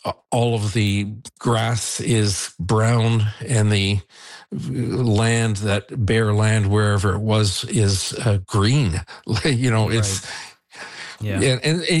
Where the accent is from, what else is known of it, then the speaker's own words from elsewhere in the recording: Niagara-on-the-Lake, Ontario, Canada; I've been lived on this road for 41 years, and I grew up in Niagara on the Lake for 69 years. So it's, yeah, my entire life.